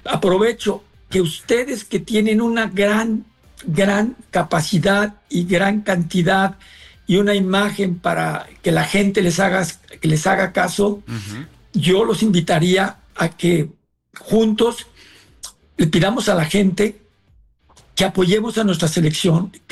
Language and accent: Spanish; Mexico; Yo como mexicano es lo que mejor deseo